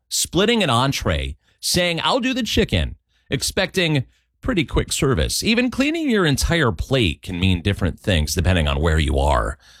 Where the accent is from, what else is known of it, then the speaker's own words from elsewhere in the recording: Midwest, United States; And Midwesterners have no chance of blending in if that's the case.